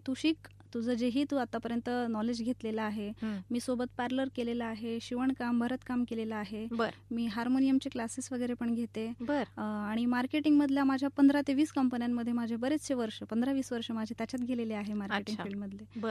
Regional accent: Chopda, Maharashtra, India; born or raised there

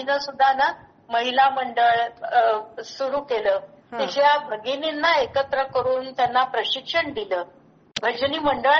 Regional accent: Talegaon Dabhade, Maharashtra, India; माझं बालपण तळेगाव दाभाडे या छोट्याशा गावामध्ये गेलं.

